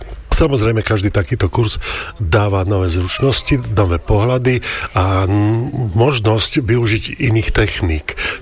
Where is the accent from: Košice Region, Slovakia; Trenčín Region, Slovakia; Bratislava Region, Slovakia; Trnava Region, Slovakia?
Košice Region, Slovakia; Košice; som z Košíc.